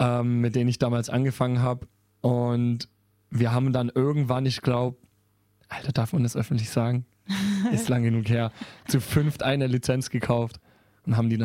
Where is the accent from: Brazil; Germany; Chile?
Germany; Heilbronn, Baden-Württemberg; Ich komme aus Heilbronn, bin 24 Jahre alt